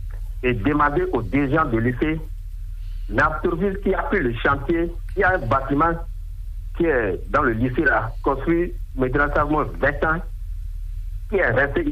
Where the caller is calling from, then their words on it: Akassato, Atlantique, Benin; Je vous appelle depuis Akassato